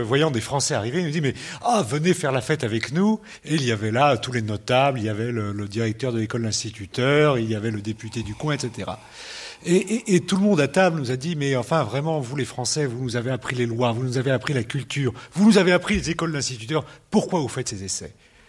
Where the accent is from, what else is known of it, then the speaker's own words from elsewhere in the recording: France; pendant ce fameux mois de septembre où nous étions en tant que Français, je ne dis pas soumis aux lazzi du monde